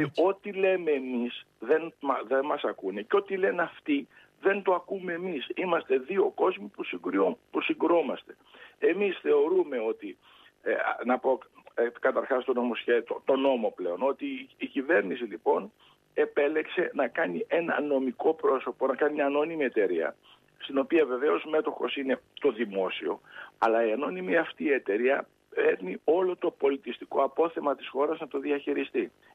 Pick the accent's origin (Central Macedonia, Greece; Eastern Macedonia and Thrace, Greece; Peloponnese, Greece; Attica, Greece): Eastern Macedonia and Thrace, Greece; Drama; εγώ είμαι από τη Δράμα